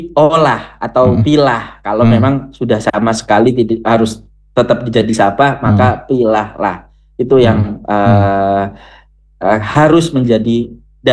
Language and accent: Indonesian; Central Java, Indonesia; accent: Javanese ngapak; Saya nggak mau ngomong pakai bahasa Inggris, takutnya nanti nggak mudeng juga gitu. Kita wong Jawa Tengah ngomongnya Jawa